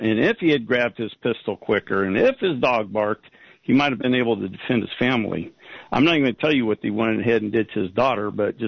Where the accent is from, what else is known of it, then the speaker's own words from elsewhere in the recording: Salinas, California, United States; I'm born and raised in Salinas, and I've seen it change through